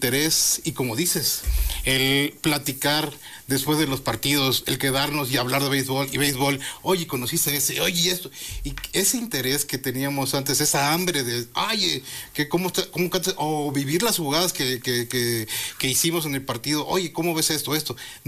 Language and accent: Spanish; Veracruz, Mexico; Como escuchas, mi acento no es oriundo de por acá, soy de Veracruz y he estado por muchas partes del país trabajando.